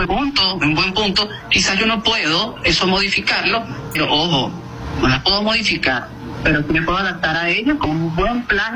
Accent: Venezuela; Nosotros, como venezolanos, a pesar de que, y lo tengo que decir, y voy a buscar una palabra que sea acorde aquí a esta llamada, pero digamos, el venezolano tiene una característica muy importante: es echado para adelante.

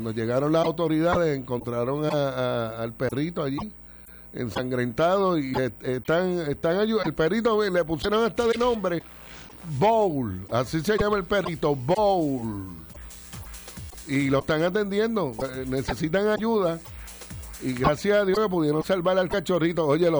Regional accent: Puerto Rico

